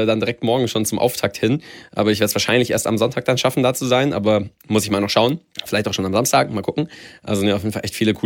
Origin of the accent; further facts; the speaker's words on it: Baden-Württemberg, Germany; Erstmal so da lokal in dem Dorf, wo ich aufgewachsen bin. Nähe von Stuttgart tatsächlich.